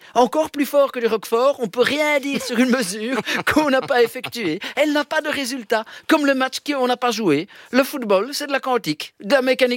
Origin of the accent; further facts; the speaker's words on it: Milan, Lombardy, Italy; born there; because quelque part je suis né à Milan.